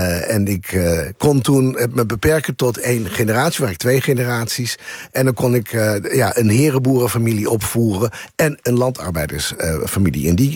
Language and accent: Dutch; Assen, Drenthe, Netherlands; Ik kom zelf uit Assen, ja.